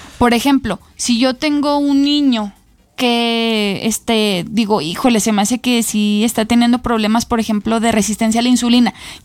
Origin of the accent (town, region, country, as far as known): Mexico